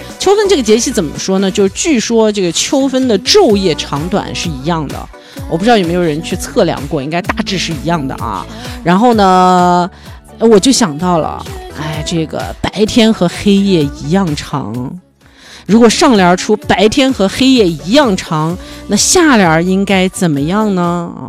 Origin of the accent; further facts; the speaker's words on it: Xinjiang, China; 我们新疆人的热情